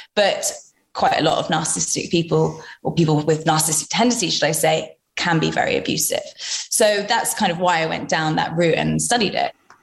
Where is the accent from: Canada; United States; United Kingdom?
United Kingdom; London; So I'm 31 and I'm from London.